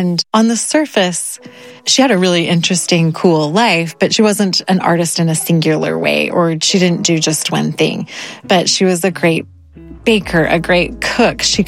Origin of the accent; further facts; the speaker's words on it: Utah, United States; We went to Iceland and we're from Utah, so we were dumb.